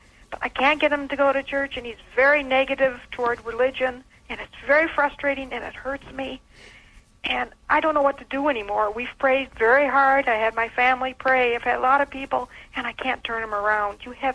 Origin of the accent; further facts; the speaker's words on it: Fort Lauderdale, Florida, United States; I'm from Fort Lauderdale, Florida.